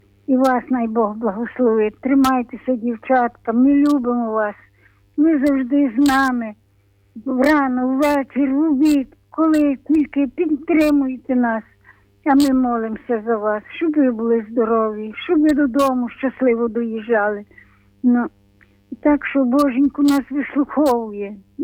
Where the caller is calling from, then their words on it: Drohobych, Lviv Oblast, Ukraine; Я сама з Дрогобича.